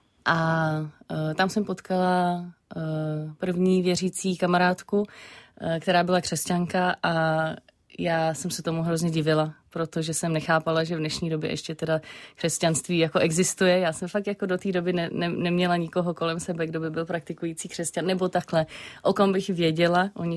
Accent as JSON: {"language": "Czech", "region": "Prague", "country": "Czechia", "tie": "born or raised there", "said": "jsem vyrostla v Praze, nějak nemám ani vlastně nějakou jako tradiční víru převzato od prarodičů nebo tak."}